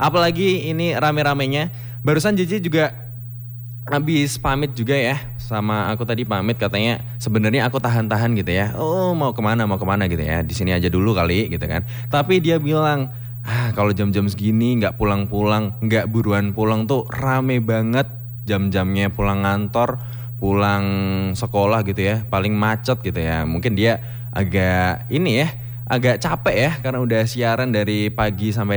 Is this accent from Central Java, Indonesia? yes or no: yes; Surakarta, Central Java, Indonesia; aku yang merasakan dari kecil sudah di Solo gitu ya, dulunya berasa sepi banget, jujur sepi banget, dan sekarang udah rame